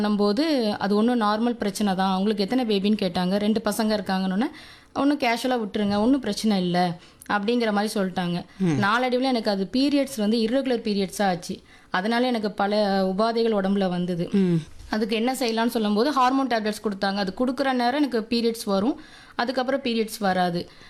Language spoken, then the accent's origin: Tamil; Suthamalli, Tamil Nadu, India; திருநெல்வேலி மாவட்டம் சுத்தமல்லி கிராமத்திலிருந்து வரேன்.